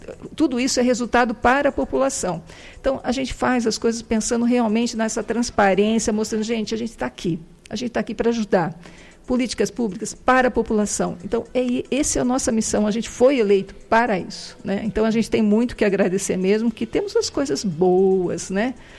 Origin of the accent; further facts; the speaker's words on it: Cordeirópolis, São Paulo, Brazil; que eu sou de Cordeirópolis, e Cordeirópolis precisa de ajuda.